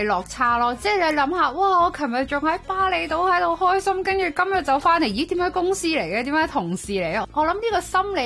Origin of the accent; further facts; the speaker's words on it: China; 你见家长那当然是我哋中国人嘅礼数要做足